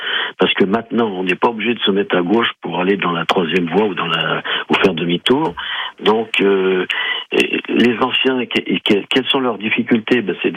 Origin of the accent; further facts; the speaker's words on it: Saleux, Hauts-de-France, France; puisque moi je suis de Saleux, je prends des situations qui sont du cru.